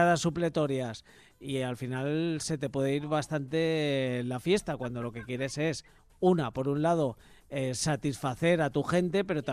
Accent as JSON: {"language": "Spanish", "town": "Buñol", "region": "Valencian Community", "country": "Spain", "said": "No es por nada, pero yo soy de Buñol y se lo decía además a ellos."}